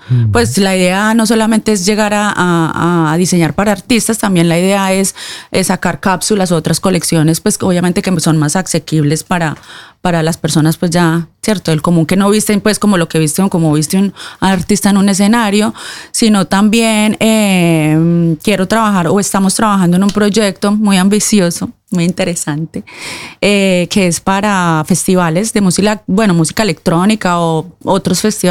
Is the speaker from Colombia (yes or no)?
yes; Colombia; now in Norway